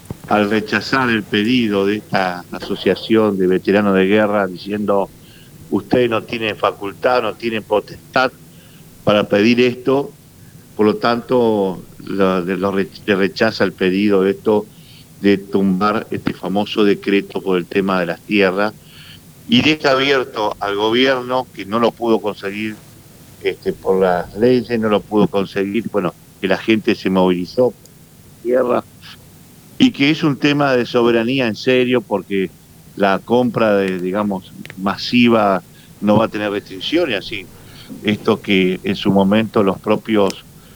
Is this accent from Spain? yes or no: no; Argentina; Yo como argentino también tengo derecho a pedir que no me jodan la soberanía.